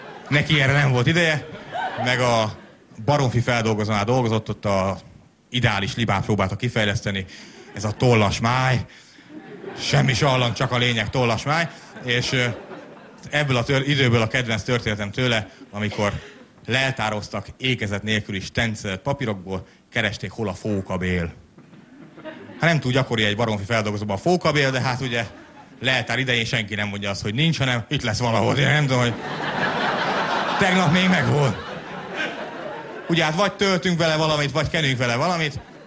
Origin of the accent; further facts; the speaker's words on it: Great Hungarian Plain, Hungary; Én is alföldi vagyok